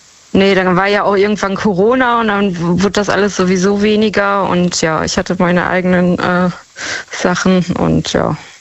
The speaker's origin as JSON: {"language": "German", "town": "Dortmund", "region": "North Rhine-Westphalia", "country": "Germany", "said": "Ja. aus Dortmund."}